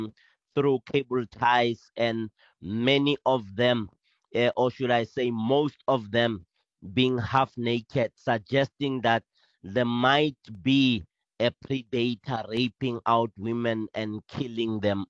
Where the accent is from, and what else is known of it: South Africa